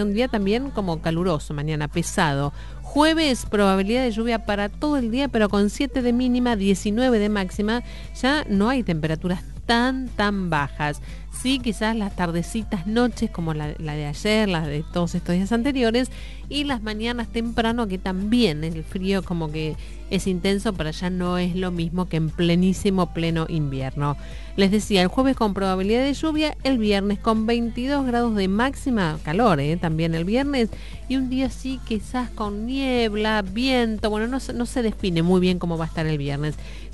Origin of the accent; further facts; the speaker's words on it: Argentina; Esto es en nuestro país, solo en la República Argentina.